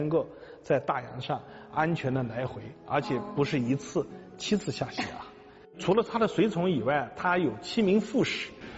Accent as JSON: {"language": "Chinese", "country": "China"}